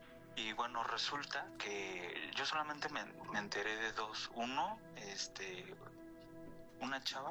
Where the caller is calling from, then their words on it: Naucalpan, State of Mexico, Mexico; De Naucalpan.